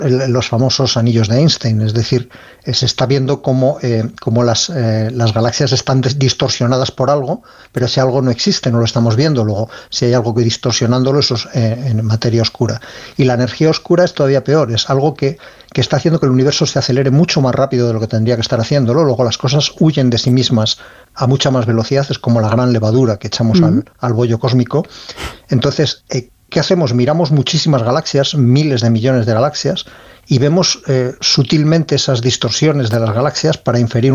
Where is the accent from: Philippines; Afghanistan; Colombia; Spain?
Spain; Ávila, Castile and León; Sí, sí, yo soy de Ávila y en Ávila tenemos unos cielos envidiables, de hecho tenemos reservas Starlight.